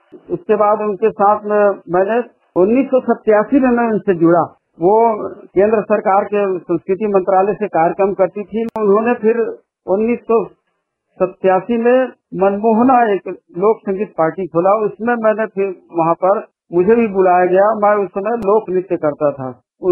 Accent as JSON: {"language": "Hindi", "town": "Saloni", "region": "Chhattisgarh", "country": "India", "tie": "born or raised there", "said": "जब 1970 में मैंने पहली बार उनका कार्यक्रम देखा मेरे गांव में सलोनी, ग्राम सलोनी जो खैरागढ़ के पास है"}